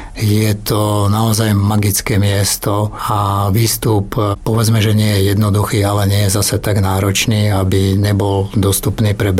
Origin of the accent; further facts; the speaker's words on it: Zlaté Moravce, Nitra Region, Slovakia; born there; moved away; ja som sa narodil v nedalekých Zlatých Moravciach